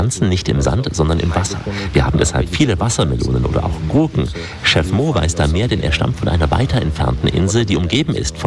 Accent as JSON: {"language": "German", "region": "East India", "country": "India", "second_language": "German", "said": "Ich esse am liebsten Fisch, gebraten, denn ich stamme ja aus dem Osten Indiens und da haben wir auch viel Fisch."}